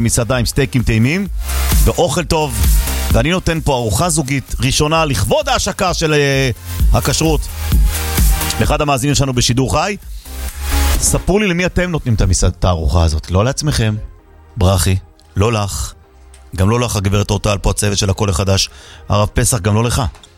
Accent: Jerusalem, Jerusalem District, Israel; אני ירושלמי

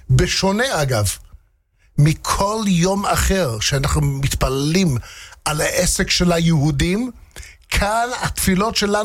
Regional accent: England, United Kingdom; now in Israel; אני לפני 40 שנה עליתי לארץ, יותר מ-40 שנה. עליתי מאנגליה. אנגליה זה אחד מהמקומות היחידים בעולם שיש עדיין מלכות.

